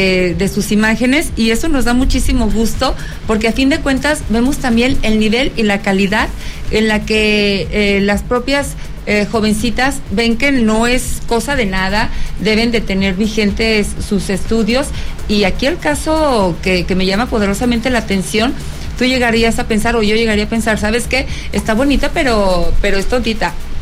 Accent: Fresnillo, Zacatecas, Mexico; yo soy originaria de Fresnillo, Zacatecas

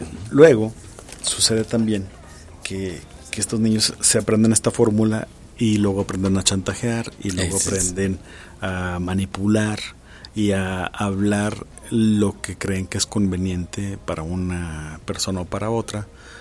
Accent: Mexico

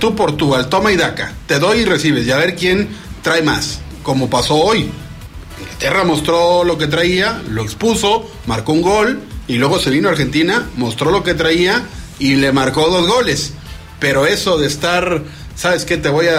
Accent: Mexico; De los que somos mexicanos.

